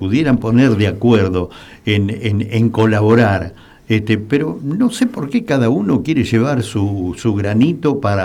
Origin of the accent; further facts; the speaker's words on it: Lobos, Buenos Aires Province, Argentina; también somos de Lobos